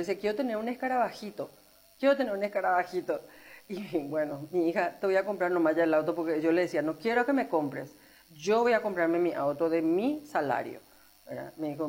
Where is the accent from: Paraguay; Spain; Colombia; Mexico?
Paraguay; Asunción; born there; Yo nací en Asunción, de padres del interior. Mi papá es de Coronel Martínez, en el departamento del Guairá, y mi mamá es de Ipacaraí, malcriada en San Lorenzo. Y yo nací en Asunción.